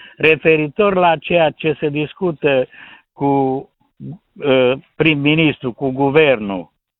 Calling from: Cluj-Napoca, Cluj County, Romania; Sunt din Cluj-Napoca.

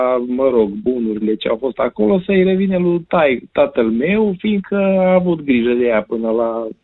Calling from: Cluj-Napoca, Cluj County, Romania; sunt din Cluj

